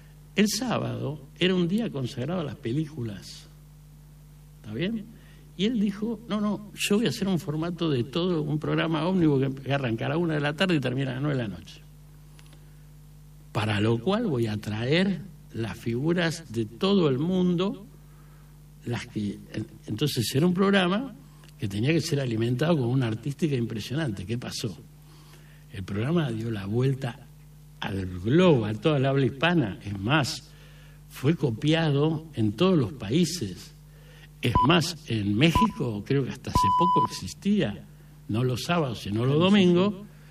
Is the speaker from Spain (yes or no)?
no; Buenos Aires, Argentina; born or raised there